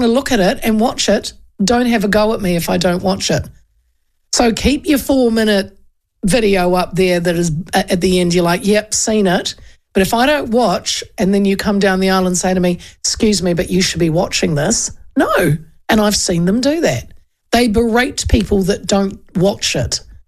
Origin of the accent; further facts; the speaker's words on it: Hastings, Hawke's Bay, New Zealand; moved away; I grew up in Hastings where we had earthquakes all the time